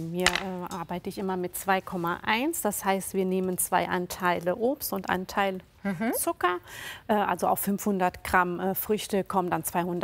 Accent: Italy; German is a second language; Genau, bei uns in Italien auch. Da sind die ganzen Gassen, die sind voll mit Rosmarin. Das ist wirklich was, gehört einfach zu unserer Küche dazu.

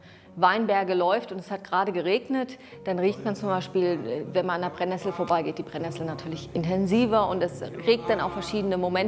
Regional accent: Cape Town, Western Cape, South Africa; also born or lived in Germany; Ich bin in Südafrika geboren, habe insgesamt 4 Schulen besucht, mehrere Kindergärten, die dann dazu gekommen sind, auf beiden Kontinenten, also einmal in Südafrika und auch in Deutschland.

